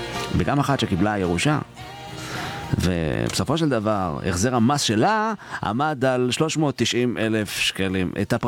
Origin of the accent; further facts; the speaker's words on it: Hatzor HaGlilit, Northern District, Israel; אני גדלתי ביישוב כזה המון שנים בחצור הגלילית